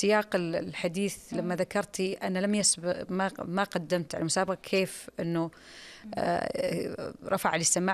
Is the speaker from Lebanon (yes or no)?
no; Saudi Arabia; عندنا في السعودية